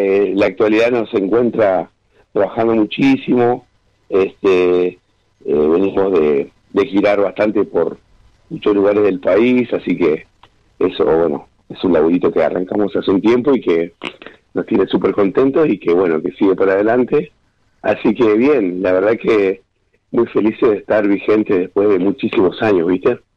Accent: El Chañar, Neuquén, Argentina; Nosotros somos del Chañar

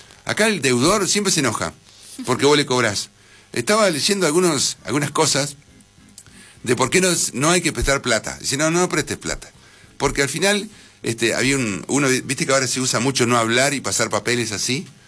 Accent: El Cóndor, Río Negro, Argentina; somos un vecinos del Cóndor

